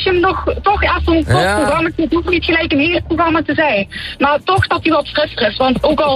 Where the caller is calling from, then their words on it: Roermond, Limburg, Netherlands; Ik kom uit Roermond. Ik ben 26 jaar oud.